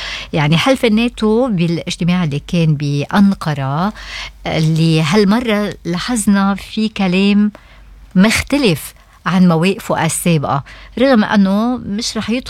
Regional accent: Lebanon; حزب الله عنا بلبنان

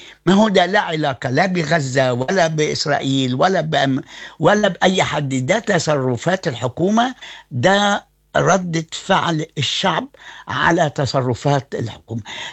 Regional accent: Egypt; عندنا في مصر

